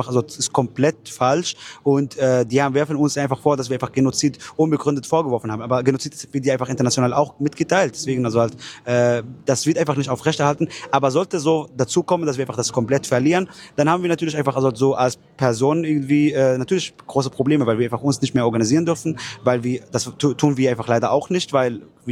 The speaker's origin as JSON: {"language": "German", "country": "Palestine", "said": "beziehungsweise ich auch als Palästinenser, haben das Recht eigentlich halt auf Rückkehr nach Palästina"}